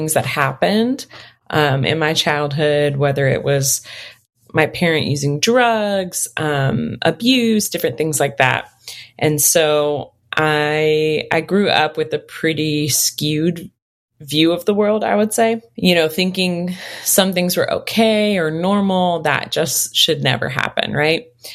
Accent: Biloxi, Mississippi, United States; And I'm from Biloxi, Mississippi, which is like a coastal town in the South.

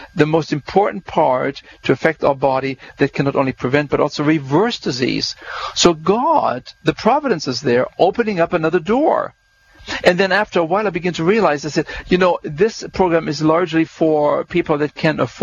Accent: Germany; I grew up in Germany after World War II. There was nothing there, six children in the family, coming from a very humble background

